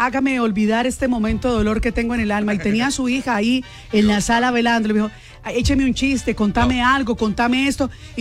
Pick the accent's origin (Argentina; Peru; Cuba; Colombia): Colombia; Sí, así somos los colombianos, somos los únicos en el mundo entero.